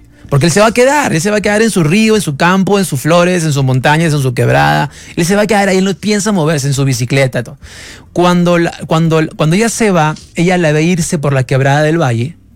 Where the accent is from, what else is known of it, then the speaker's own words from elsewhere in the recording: Peru; Yo empiezo en mi país, grabo 5 discos en mi país, hago solamente una carrera en mi país